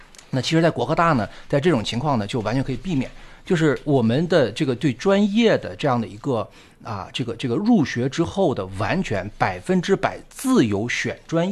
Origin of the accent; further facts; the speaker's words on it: Heilongjiang, China; moved away; 这个我也是黑龙江人，我也是今天早上刚刚飞到这个哈尔滨来